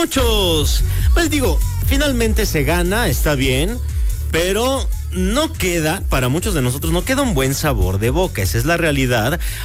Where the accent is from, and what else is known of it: Mexico